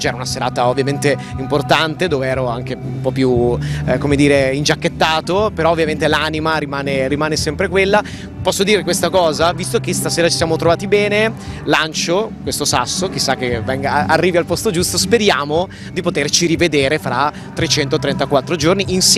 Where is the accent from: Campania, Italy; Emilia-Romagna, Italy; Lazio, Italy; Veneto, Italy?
Veneto, Italy; io sono veneto